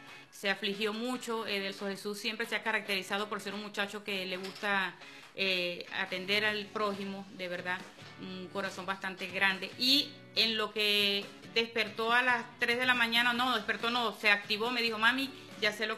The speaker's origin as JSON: {"language": "Spanish", "country": "Venezuela", "said": "poder decir que somos venezolanos"}